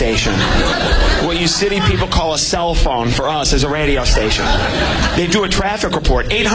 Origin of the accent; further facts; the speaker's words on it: Grand Ridge, Illinois, United States; I grew up in Grand Ridge, Illinois, a little town of 800 people. Tiny town.